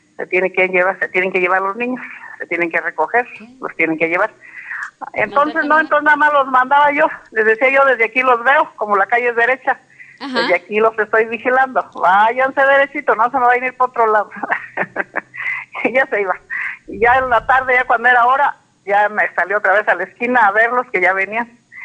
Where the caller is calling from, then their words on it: Álvaro Obregón, Mexico; Yo soy aquí de Álvaro Obregón.